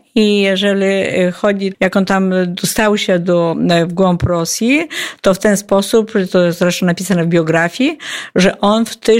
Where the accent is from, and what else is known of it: Szerszenie, Podlaskie Voivodeship, Poland; born or raised there; now in Siemiatycze, Poland